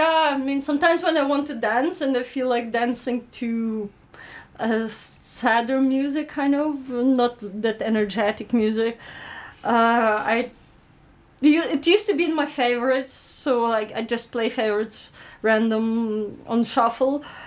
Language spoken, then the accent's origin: English; Lviv Oblast, Ukraine; the major city in my region, Lvivska Oblast, where I didn't grow up, but I lived there as a young adult for 11 years. It's still a home to me, even though I moved back to my hometown